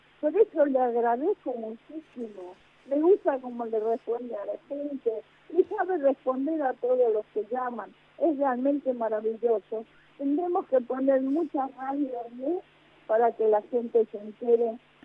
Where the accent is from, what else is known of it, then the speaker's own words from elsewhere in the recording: Argentina; Le digo la verdad, me emociona, soy muy argentina.